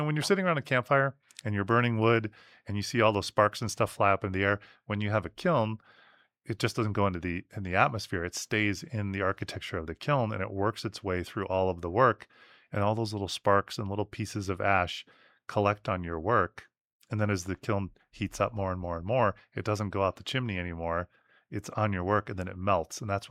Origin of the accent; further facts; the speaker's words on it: Midwest, United States; I grew up in the Midwest